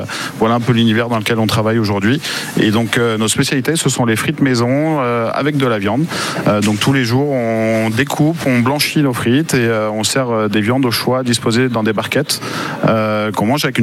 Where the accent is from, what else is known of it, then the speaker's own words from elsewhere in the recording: Pays de la Loire, France; Alors, moi, je suis originaire de la Sarthe. J'ai fait mes armes sur Paris et j'ai décidé de vivre dans les Bouches-du-Rhône il y a une petite dizaine d'années.